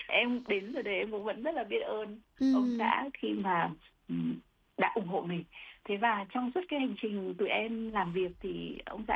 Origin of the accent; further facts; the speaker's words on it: Hòa Bình, Vietnam; em thì lại sinh ra và lớn lên ở thành phố Hòa Bình, ở thị xã Hòa Bình.